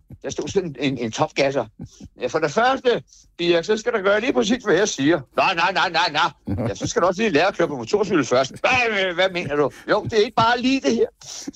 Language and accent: Danish; Capital Region of Denmark, Denmark; Ja, jeg er fra Nordsjælland, og det hænger stadigvæk med.